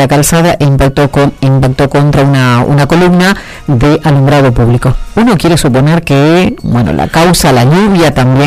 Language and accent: Spanish; Argentina; o tal vez porque somos argentinos y no nos damos cuenta